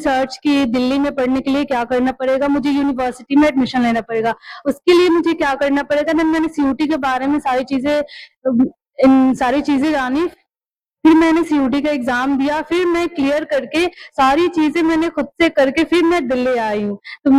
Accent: Bihar, India; now in Delhi, India; मैं बिहार से आई हूँ।

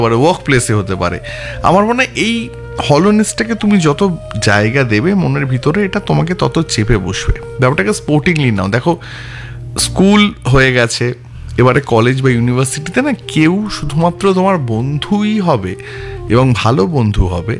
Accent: Kolkata, West Bengal, India; যারা কলকাতাতেই ঠাকুর দেখতে দেখতে বড় হয়েছি।

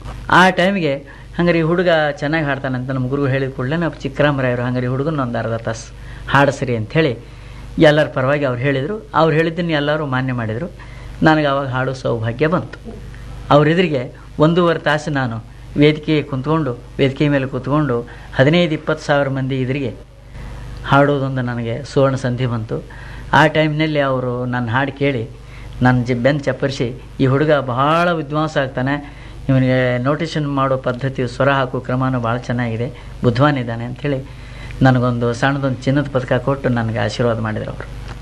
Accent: Karnataka, India; born there

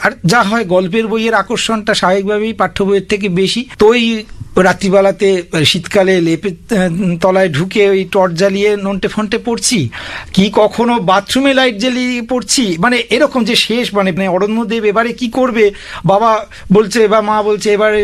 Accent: Konnagar, West Bengal, India; আমার জন্ম হচ্ছে কোন্নগরের নবগ্রাম।

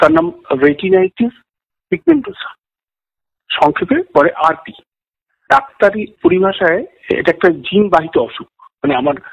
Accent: Diamond Harbour, West Bengal, India; আমার জন্ম, বড় হওয়া, পড়াশোনা সবই ডায়মন্ড হারবারে। তো ছোটবেলায় আমি আর পাঁচটা ছেলেমেয়ের মতো স্বাভাবিকভাবেই খেলাধুলো করে বড় হয়েছি। আমি সরিষা রামকৃষ্ণ মিশন বলে স্কুলে, সেখানে আমি ভর্তি হয়েছিলাম।

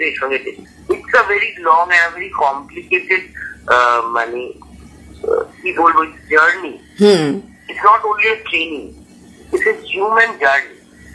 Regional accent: Malda, West Bengal, India; now in Kolkata, India

